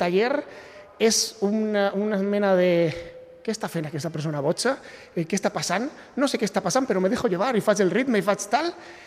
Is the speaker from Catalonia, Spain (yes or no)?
no; Mascarell, Valencian Community, Spain; soc de Mascarell, que és un poblet molt petit a Castelló, a València.